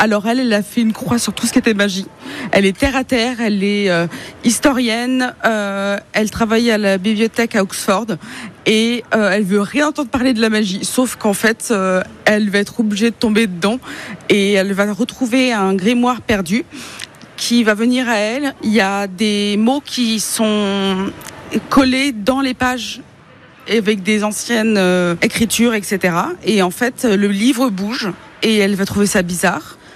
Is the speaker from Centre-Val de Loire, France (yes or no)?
yes; Tours, Centre-Val de Loire, France; je suis de Tours et je vais vous parler du grimoire perdu des sortilèges.